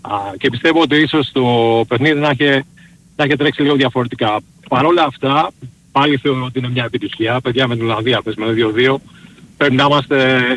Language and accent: Greek; Greece; Σαν Έλληνες είμαστε λίγο ανυπομονή.